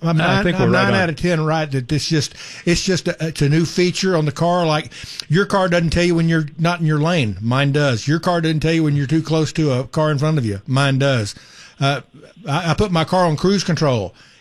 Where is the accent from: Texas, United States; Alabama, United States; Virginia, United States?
Texas, United States; Dayton; I'm from Dayton, Texas, a little north of you.